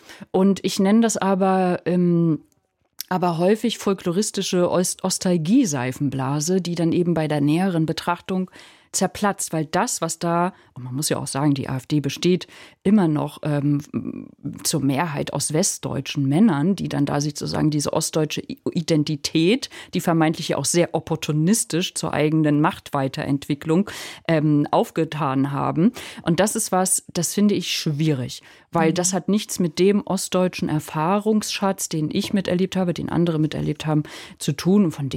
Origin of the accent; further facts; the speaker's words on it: East Germany, Germany; als ostdeutsches Nachwendekind